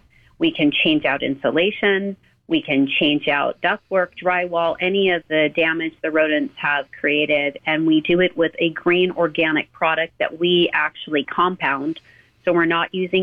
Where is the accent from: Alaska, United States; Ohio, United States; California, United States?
California, United States; I was brought up in the San Fernando Valley, so I am a valley girl through and through.